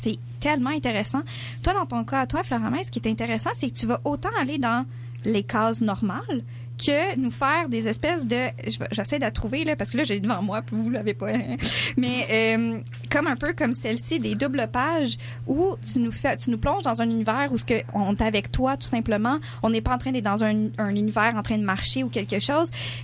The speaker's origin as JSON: {"language": "French", "region": "Quebec", "country": "Canada", "said": "C'est pas parce que j'ai un teint de peau différent, c'est pas parce que, tu sais, je suis québécoise."}